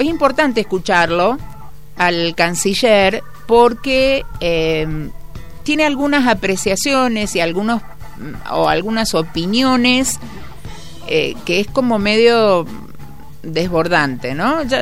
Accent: Argentina

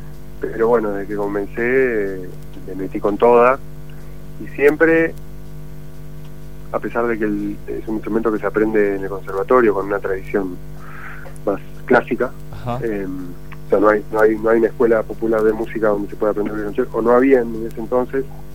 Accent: Buenos Aires, Argentina; born there; now in Córdoba, Argentina; Porque yo soy de Buenos Aires, nacido, ahora vivo en Córdoba, pero escuchaba folclore como se escucha folclore en Buenos Aires

